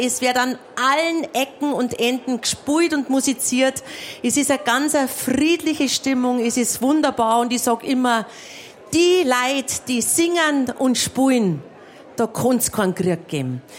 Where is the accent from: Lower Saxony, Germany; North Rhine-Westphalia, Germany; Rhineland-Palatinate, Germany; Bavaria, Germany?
Bavaria, Germany; das ist nämlich meine Heimat auch, ich komme aus dem Chiemgau.